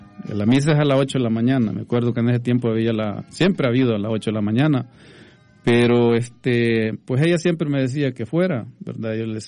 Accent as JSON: {"language": "Spanish", "region": "Cuscatlán", "country": "El Salvador", "moved": "as an adult", "said": "soy salvadoreño, vengo de un cantón, no decir que vengo de un pueblo de la ciudad, porque no es así, ¿verdad? Vengo de un cantón que se llama El Espinal, en el departamento de Cuscatlán."}